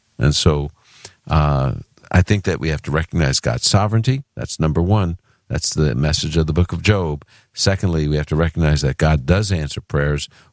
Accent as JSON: {"language": "English", "town": "Brooklyn", "region": "New York", "country": "United States", "said": "And that's what I call the Holy Land because I'm from Brooklyn."}